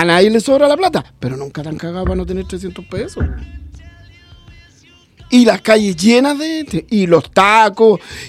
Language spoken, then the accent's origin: Spanish; Chile